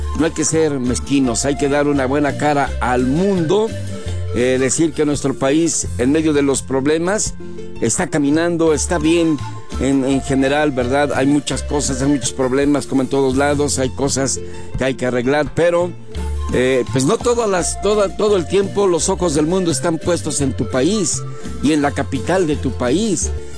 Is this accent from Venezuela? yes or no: no; Mexico; Somos mexicanos y vamos a dar una buena cara al mundo, que México es un país pacífico